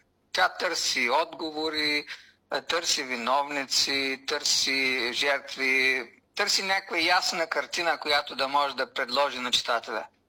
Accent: Northeastern Bulgaria, Bulgaria; Аз съм израснал в Североизточна България, където, както всички знаят, има така голямо турско население и аз съм израснал с турчета заедно.

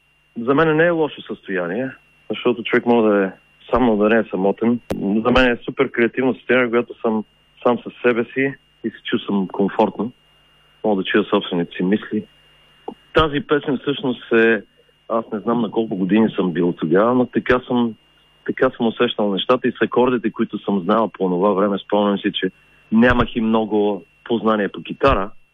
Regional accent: Gotse Delchev, Blagoevgrad Province, Bulgaria; moved away; also born or lived in Norway; Аз съм от Гоце Делчев и тъй като се прибрах тук заради майка ми да съм по-близо до нея, която навърши 90 години преди два дни, между другото. И тая е близо с Гърция и морето.

